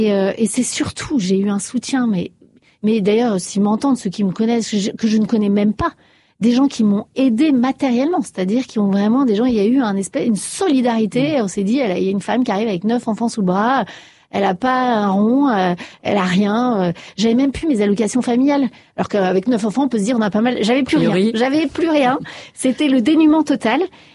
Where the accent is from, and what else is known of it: Paris, Île-de-France, France